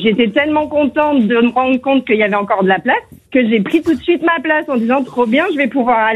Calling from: Chambéry, Auvergne-Rhône-Alpes, France; je viens à Paris pour une formation. Je ne viens jamais à Paris, j'habite à Chambéry, normalement.

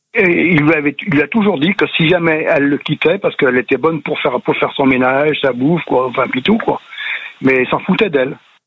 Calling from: France; elle sait que je vis en France

